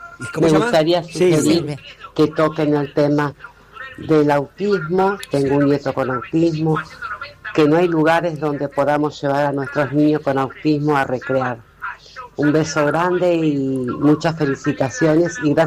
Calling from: Lanús, Buenos Aires Province, Argentina; de Lanús, del barrio de Caraza.

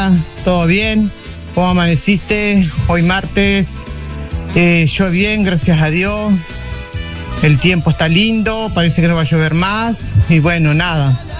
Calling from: Balcarce, Buenos Aires Province, Argentina; de Balcarce

